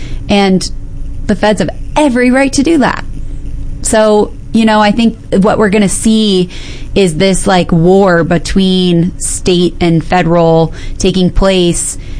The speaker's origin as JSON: {"language": "English", "region": "Colorado", "country": "United States", "tie": "born or raised there"}